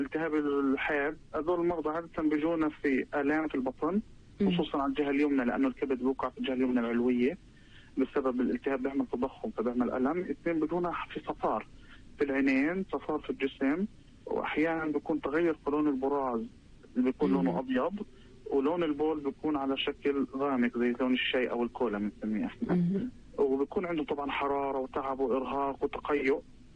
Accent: Palestine; والله إحنا عندنا في فلسطين

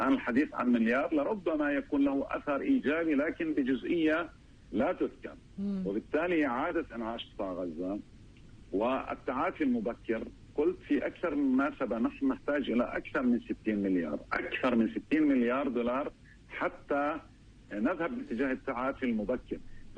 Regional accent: Palestine; وعلينا كفلسطينيين نحن نتأثر أيضا.

